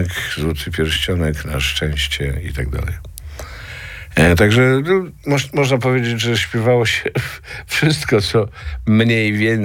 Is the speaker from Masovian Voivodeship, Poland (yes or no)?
no; Gliwice, Silesian Voivodeship, Poland; also born or lived in Żory; ja jestem moim rodzinnym miastem jest miasto Gliwice.